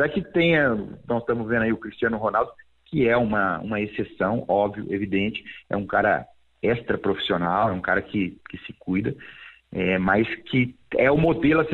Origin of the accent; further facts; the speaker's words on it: Brazil; nós, como brasileiros